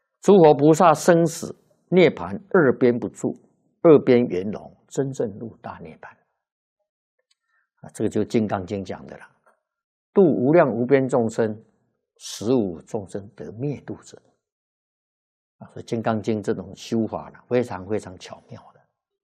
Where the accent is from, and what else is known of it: China